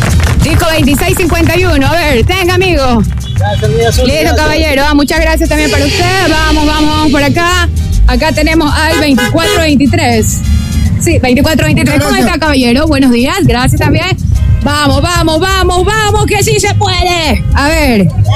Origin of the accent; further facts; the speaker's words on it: La Libertad, Santa Elena, Ecuador; Nosotros somos de Santa Elena, provincia de Santa Elena, Cantón La Libertad, ¿verdad?